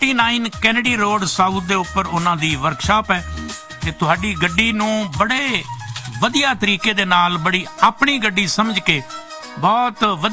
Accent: Faridkot, Punjab, India; ਸਾਡੇ ਫਰੀਦਕੋਟ ਦਾ ਸੀ ਜੀ, ਮੈਂ ਵੀ ਫਰੀਦਕੋਟ ਦਾ ਹੀ ਹਾਂ

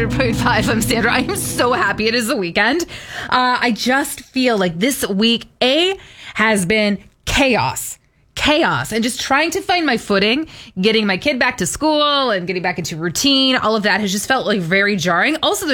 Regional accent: Saskatchewan, Canada; I grew up in Saskatchewan. What do you want from me? We don't have a lot there.

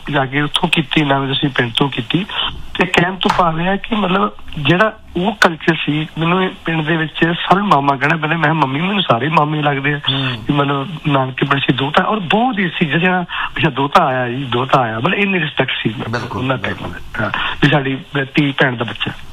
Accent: Punjab, India; ਸਾਡੇ ਪਿੰਡ ਦੇ ਅੱਜ ਤੋਂ 25 ਸਾਲ ਪਹਿਲਾਂ 3000 ਵੋਟ ਸੀ, ਜਾਤੀਜਾ ਪਿੰਡ ਆ ਸਾਡਾ, ਫਤਿਹਗੜ੍ਹ ਚੋਣੀਆਂ ਲਾਗੇ ਨਾਨਕੀ ਪਿੰਡ ਸਾਡਾ, ਪਿੰਡ ਅੰਮ੍ਰਿਤਸਰ ਤੋਂ ਬ

